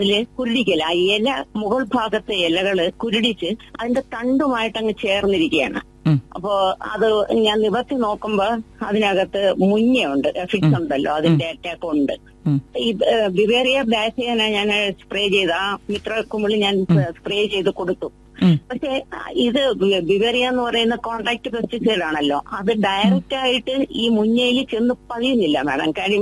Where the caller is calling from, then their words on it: Thiruvananthapuram, Kerala, India; ഉള്ളൂരിൽ നിന്നാണ് സംസാരിക്കുന്നത്.